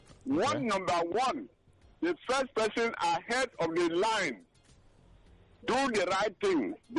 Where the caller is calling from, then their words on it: Okota, Lagos, Nigeria; is calling from Okota.